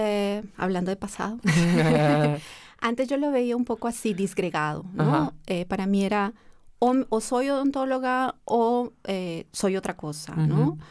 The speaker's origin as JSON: {"language": "Spanish", "country": "Peru", "moved": "yes", "said": "El volver a mi tierra y a mis raíces"}